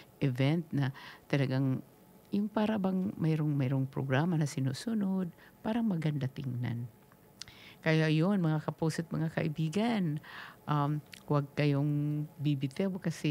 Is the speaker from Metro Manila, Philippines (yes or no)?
yes; Las Piñas, Metro Manila, Philippines; Taga Las Piñas kami sa Metro Manila.